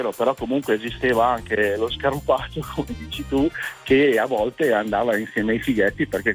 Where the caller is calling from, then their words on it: Pombia, Piedmont, Italy; Chiamo dalla provincia di Novara, paese che si chiama Pombia.